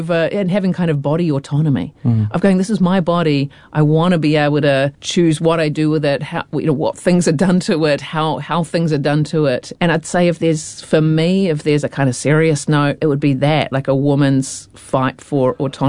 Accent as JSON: {"language": "English", "country": "New Zealand", "said": "the first thing I said was, you know, I'm a Kiwi, yeah."}